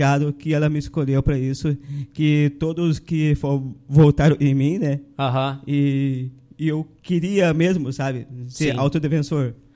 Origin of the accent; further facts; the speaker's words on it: Parobé, Rio Grande do Sul, Brazil; now in Balneário Arroio do Silva, Brazil; Não, eu sou de Parobé.